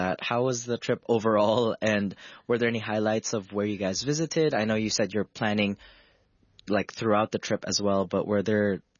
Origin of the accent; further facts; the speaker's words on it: Hong Kong; born there; we just talk about our lives as Filipinos growing up in Hong Kong.